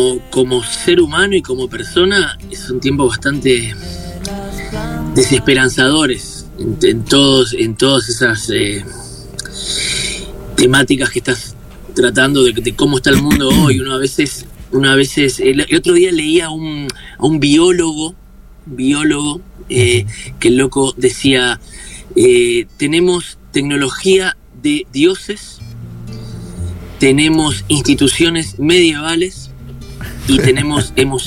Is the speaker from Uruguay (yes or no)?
yes; Uruguay; Soy súper uruguayo, sí.